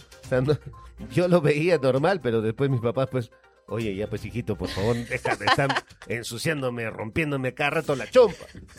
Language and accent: Spanish; Peru